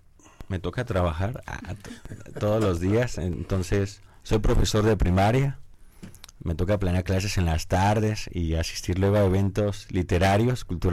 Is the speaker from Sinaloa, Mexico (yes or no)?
no; Uruapan, Michoacán, Mexico; mi ciudad de origen, Uruapan